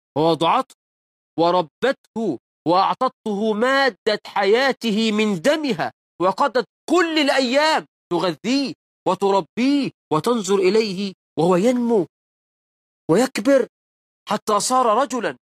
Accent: Egypt; ده مثل عندنا في مصر

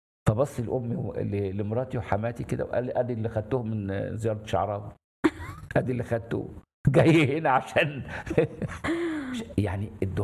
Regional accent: Tanta, Gharbia, Egypt; احنا من طنطا

